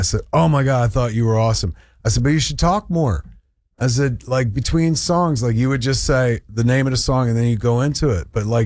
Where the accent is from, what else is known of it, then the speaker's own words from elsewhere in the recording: New Jersey, United States; I grew up in Jersey, so … in the blood, whether you choose him or not, right?